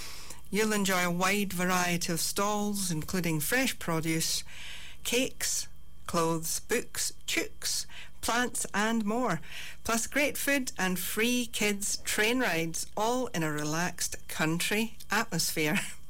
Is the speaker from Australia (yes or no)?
yes; Australia; What accent? I'm pure Aussie, don't you know?